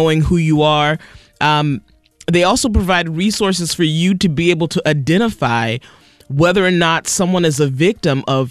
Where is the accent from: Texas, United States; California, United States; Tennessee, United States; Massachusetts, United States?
Massachusetts, United States; Boston; I grew up in, we grew up in Dorchester and Roxbury in Boston